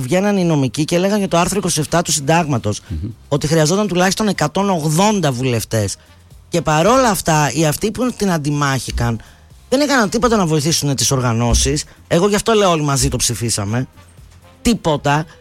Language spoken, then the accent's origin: Greek; Greece; Επειδή είμαι Ελληνίδα.